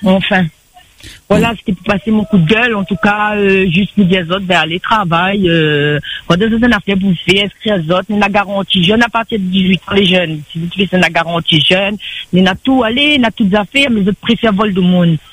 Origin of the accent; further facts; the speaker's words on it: Saint-Benoît, Réunion; born there; moved away; also born or lived in Beaufort / metropolitan France; je suis née à Beaufort, j'ai grandi à Saint-Benoît, je suis née à Beaufort. Avec le temps, disons, j'ai plus vécu vers la métropole qu'ici.